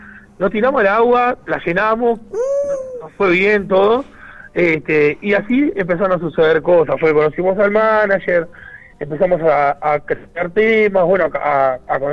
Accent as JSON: {"language": "Spanish", "country": "Uruguay", "said": "somos de Uruguay."}